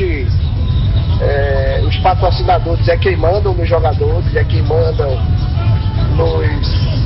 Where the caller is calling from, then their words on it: Brazil; Mas nós somos brasileiros